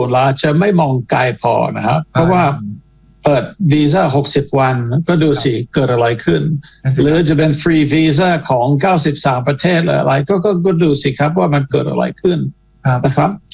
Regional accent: Canada; now in Thailand; ผมเองเป็นคนแคนาดา

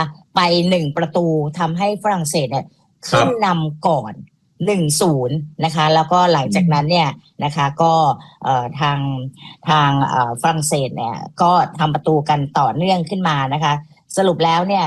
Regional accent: Bangkok, Thailand; ดิฉันเนี่ยคุ้นเคยกับวงเวียนใหญ่แล้วก็คลองสารแถวนั้นเนี่ยคือดิฉันเนี่ยเกิดและโตเส้นนั้นเลยดิฉันศิษย์เก่าโรงเรียนศึกษานารีด้วย

